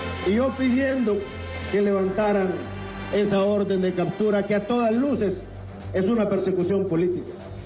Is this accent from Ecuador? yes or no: no; Honduras; hoy volví a mi tierra.